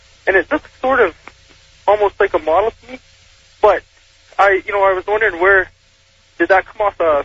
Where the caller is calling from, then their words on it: Kamloops, British Columbia, Canada; from Kamloops, B.C.